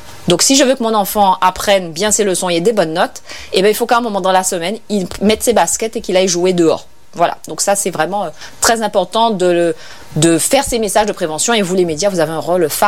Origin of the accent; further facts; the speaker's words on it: Guadeloupe; en tant que Guadeloupéen